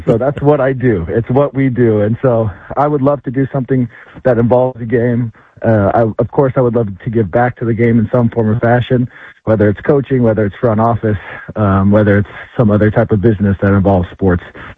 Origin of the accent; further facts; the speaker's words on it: Indianapolis, Indiana, United States; Obviously, growing up in Indianapolis, I had basketball.